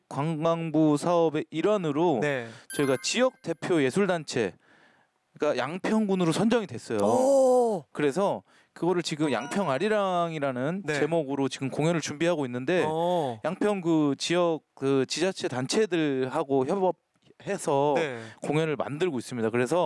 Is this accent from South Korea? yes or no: yes; Jeolla, South Korea; 고향 전라도인데 이상하게 왜 잘 돌아가는지 모르겠어요.